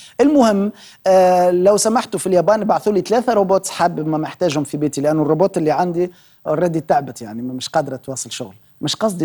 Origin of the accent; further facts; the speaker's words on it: Tunisia; أحد أبناء بلادي تونس